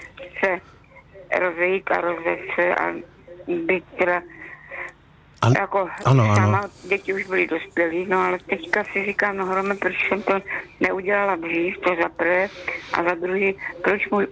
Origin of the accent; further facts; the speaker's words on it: Svitavy, Pardubice Region, Czechia; also born or lived in Brno; my jsme teda Brňáci, že pak jsme se přestěhovali do Svíta po válce, jako táta byl textilák, takže tam se zaváděl hodně textil. Tak jsme se přestěhovali do Svíta, no a tím pádem já jsem tam i teda maturovala